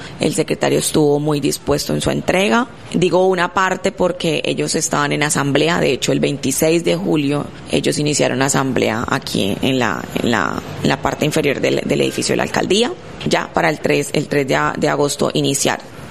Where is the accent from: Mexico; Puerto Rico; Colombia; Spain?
Colombia; Cali, Valle del Cauca; also born or lived in Pasto, Colombia; now in Buenaventura, Colombia; yo soy nacida en Pasto, criada en Cali.